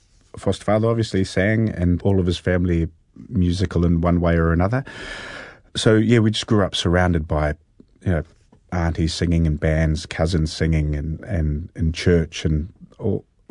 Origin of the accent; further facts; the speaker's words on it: Hastings, Hawke's Bay, New Zealand; I grew up in Hastings.